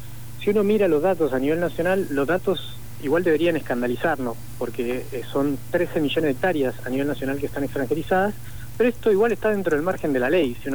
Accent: Argentina; nosotros como argentinos

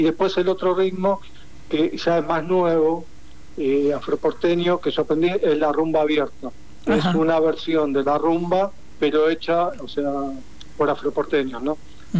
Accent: Argentina

